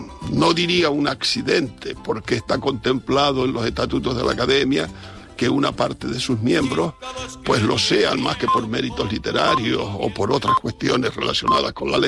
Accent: Villa de Mazo, Canary Islands, Spain; Sí, yo soy de Mazo y además los palmeros somos muy chauvinistas. Encima los mazucos también lo somos, los macenses, como se suele llamar.

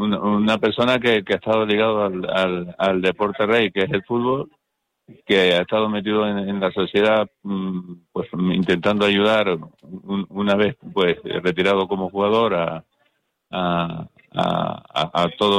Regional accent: Canary Islands, Spain; como canario te sientes un montón, pues, orgulloso.

